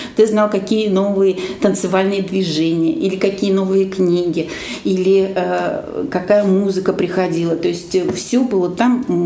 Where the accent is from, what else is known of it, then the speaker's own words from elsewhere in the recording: Novye Eltsy, Tver Oblast, Russia; Родилась я в Новой Ельце. Это усадьба Толстых, недалеко от города Осташково.